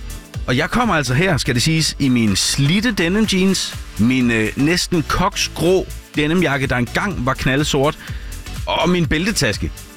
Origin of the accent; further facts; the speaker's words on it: Aarhus, Central Denmark Region, Denmark; born there; jeg er født i Aarhus